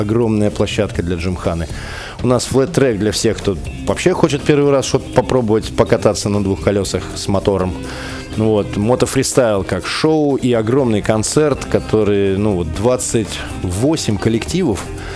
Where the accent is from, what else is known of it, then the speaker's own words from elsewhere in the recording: Saint Petersburg, Russia; born there; я в детстве в аэропорт в Пулково, ехал на такси